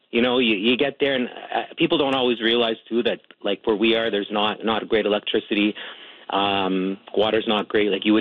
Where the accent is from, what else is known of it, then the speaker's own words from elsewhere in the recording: Canada; you know, I'm Canadian, I'm Lebanese, but I have to say there's a resilience of the Lebanese people.